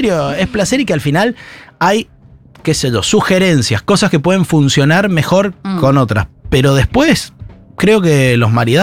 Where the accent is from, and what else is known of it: Argentina